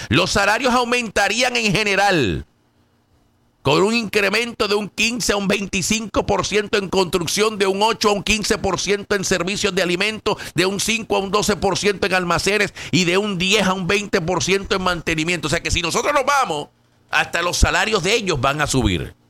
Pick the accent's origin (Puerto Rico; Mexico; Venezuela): Puerto Rico; now in Allentown, United States; mencionar a los puertorriqueños, ajá, pues me imagino que desconoce que nosotros no somos extranjeros. Nosotros somos norteamericanos.